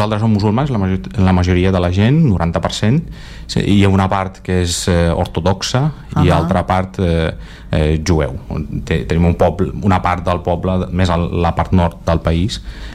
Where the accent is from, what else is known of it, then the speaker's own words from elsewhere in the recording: Azerbaijan; Catalan is a second language; now in Spain; De fet, vaig perdre 2 anys comparat amb els meus companys d'Azerbaijan. Primer vaig aprendre català el primer any i, clar, no sabia res, només anglès.